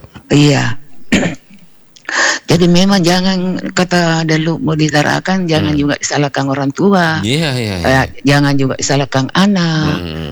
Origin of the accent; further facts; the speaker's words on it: Makassar, South Sulawesi, Indonesia; Kita juga sebagai orang Makassar, Bugis Makassar malu, karena di sana nggak ada.